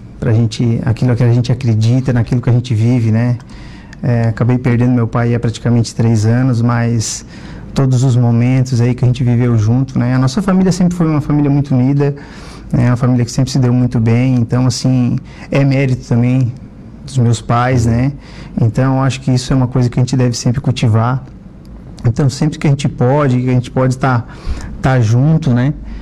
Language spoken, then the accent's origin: Portuguese; Araranguá, Santa Catarina, Brazil; eu sou nascido aqui, nascido e criado em Araranguá, no bairro Mato Alto